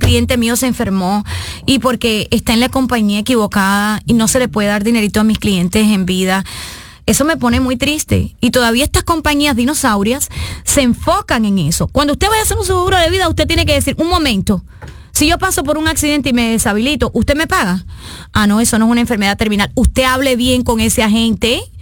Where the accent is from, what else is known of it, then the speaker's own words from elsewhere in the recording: Cuba; moved away as an adult; porque yo soy cubana, cubana con un corazón internacional. ¿Ah? Sí, la libreta, la tarjeta, la libreta, ya se me está olvidando después de 32 años en este país, pero soy más cubana